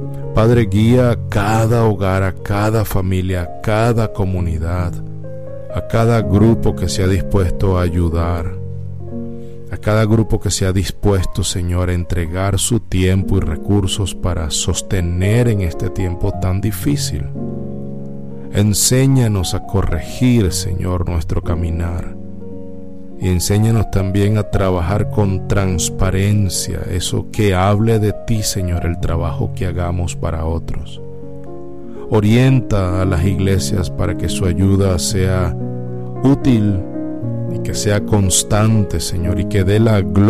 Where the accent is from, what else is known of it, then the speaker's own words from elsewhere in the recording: Venezuela; Guíanos como familia venezolana